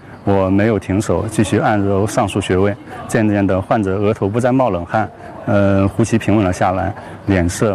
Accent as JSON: {"language": "Chinese", "town": "Bozhou", "region": "Anhui", "country": "China", "said": "我是来自华佗故里亳州"}